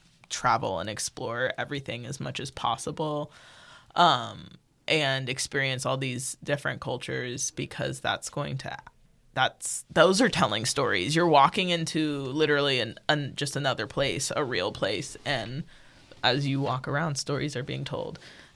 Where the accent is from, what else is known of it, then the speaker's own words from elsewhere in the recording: Kentucky, United States; I grew up in Kentucky, so I wasn't seeing too much variety of things